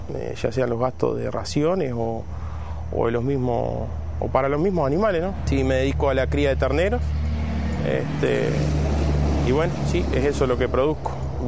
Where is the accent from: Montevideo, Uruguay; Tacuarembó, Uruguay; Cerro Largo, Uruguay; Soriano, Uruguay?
Tacuarembó, Uruguay; soy del departamento de Tacuarembó, estoy ubicado en la zona de Pampa, Ruta 5, bueno, frente al Parque Eólico Pampa.